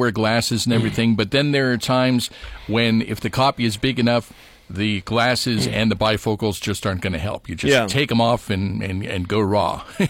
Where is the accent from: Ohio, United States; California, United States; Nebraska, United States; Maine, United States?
Ohio, United States; Niles; This one's in Niles, my hometown.